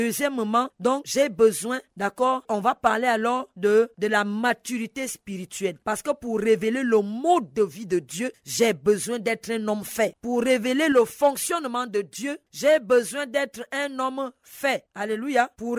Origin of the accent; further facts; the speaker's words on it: Gabon; pourquoi le problème est récurrent au Gabon chez moi?